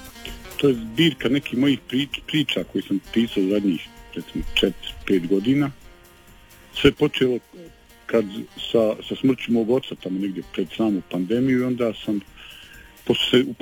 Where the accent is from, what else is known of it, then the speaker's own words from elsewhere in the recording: Bosnia & Herzegovina; now in Croatia; Ali mi smo se, kako se zove, dovoljno asimilirali, avil assimilate u Istru, pa nas ne prepoznaju više kao Bosanci